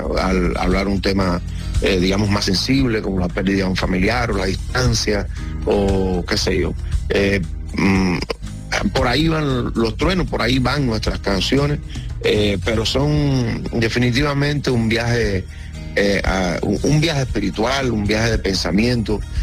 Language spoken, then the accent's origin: Spanish; Guantánamo, Cuba; Esencialmente eso es … un dueto que no somos habaneros, somos de Guantánamo, de la región más oriental de Cuba